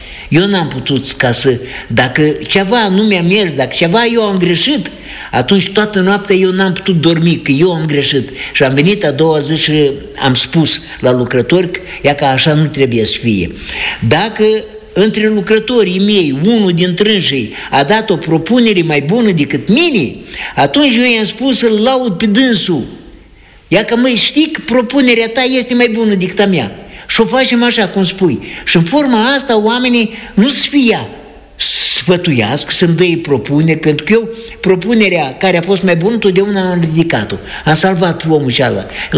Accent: Baraboi, Dondușeni District, Moldova; moved away; în satul meu, Baraboi, acum e raionul Dondoșani, de unde m-am născut eu.

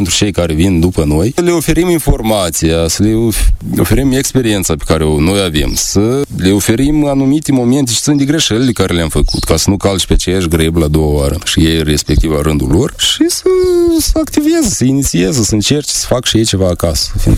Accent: Moldova

